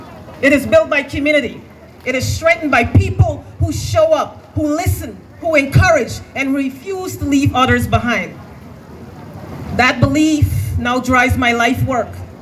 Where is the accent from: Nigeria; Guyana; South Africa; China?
Guyana; born there; moved away; also born or lived in United States; I was born in Guyana, a nation whose story is rooted in resilience, perseverance, and possibility.